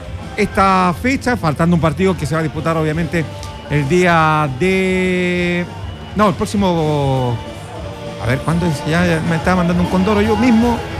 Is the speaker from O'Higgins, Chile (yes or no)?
yes; Rancagua, O'Higgins, Chile; pero igual aliento al capo, porque soy de Rancagua.